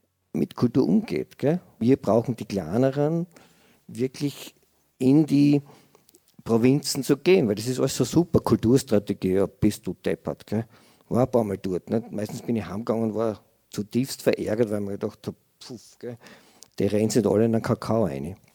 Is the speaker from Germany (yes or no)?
no; Fürstenfeld, Styria, Austria; Ich komme aus einem Arbeiterviertel, aus Fürstfeld, bin mit denen alle aufgewachsen.